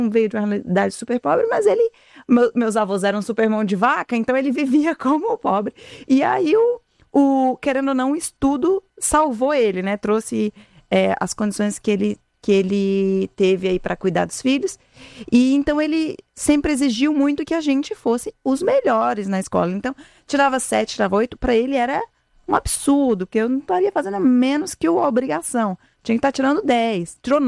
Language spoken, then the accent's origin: Portuguese; Fortaleza, Ceará, Brazil; born or raised there; moved away as an adult; also born or lived in Rio de Janeiro